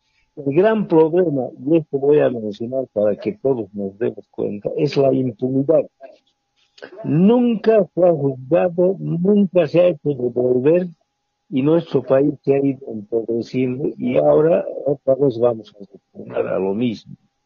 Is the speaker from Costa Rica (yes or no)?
no; Bolivia; nos hacen como bolivianos